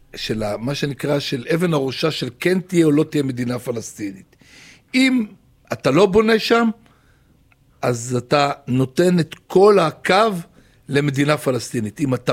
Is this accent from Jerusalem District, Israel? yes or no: no; Lod, Central District, Israel; moved away; גדלתי בעיר ערבית יהודית, ובילדות שלי הייתה שהערבים היו ממש היו חברים וטובים.